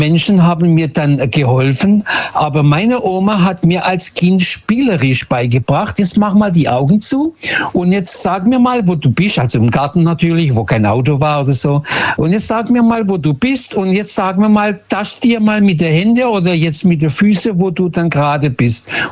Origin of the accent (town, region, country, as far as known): Lisbon, Portugal